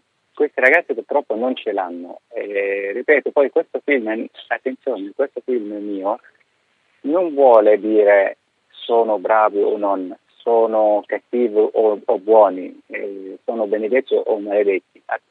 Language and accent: Italian; Egypt; Italian is a second language; non perché sono egiziano, perché non perché io sono egiziano, ma perché veramente il numero più alto dei ragazzi viene proprio dall'Egitto.